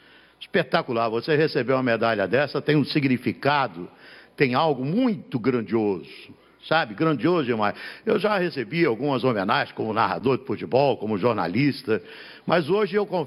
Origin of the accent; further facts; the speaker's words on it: Sorocaba, São Paulo, Brazil; now in São Paulo, Brazil; Sou sorocabano, sou de Sorocaba, sou paulista, e tenho orgulho de ter recebido dessa, aqui de São Paulo, o título de cidadão paulistano também.